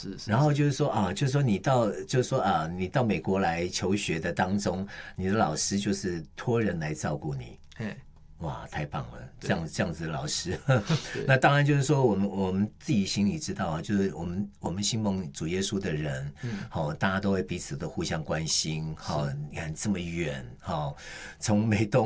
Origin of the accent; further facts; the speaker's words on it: Taiwan; 我们台湾人